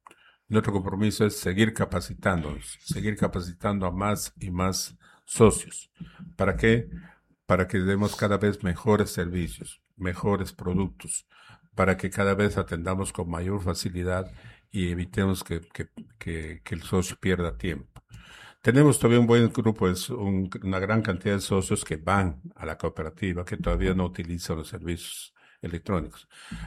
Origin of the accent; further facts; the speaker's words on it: Moyobamba, San Martín, Peru; Yo me acuerdo cuando era chico, Moyobamba, mi tierra, tenía unas construcciones muy bonitas.